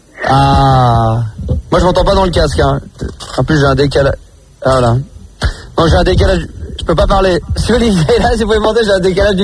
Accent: Bordeaux, Nouvelle-Aquitaine, France; Le truc, tu dis que je suis pas con, je suis de Bordeaux.

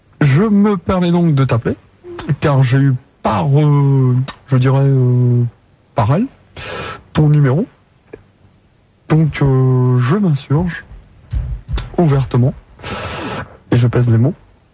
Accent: Mâcon, Bourgogne-Franche-Comté, France; Je suis de Mâcon.

